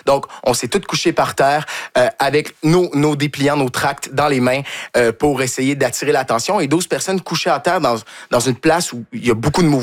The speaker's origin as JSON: {"language": "French", "region": "Quebec", "country": "Canada", "lives_now": "France", "said": "Et du fait qu'on est Québécois aussi, ça aide. On est dans le sud de la France, c'est un accent qu'ils ne sont pas habitués d'entendre."}